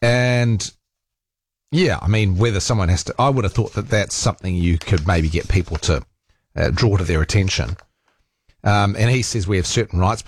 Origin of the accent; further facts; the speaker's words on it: New Zealand; would I say I'm a proud New Zealander?